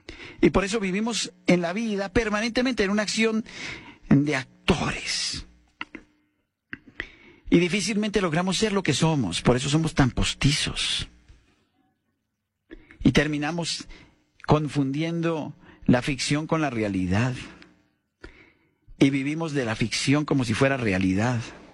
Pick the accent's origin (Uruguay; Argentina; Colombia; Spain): Colombia